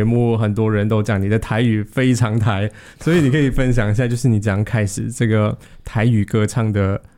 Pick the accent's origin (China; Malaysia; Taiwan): Malaysia; 我们马来西亚人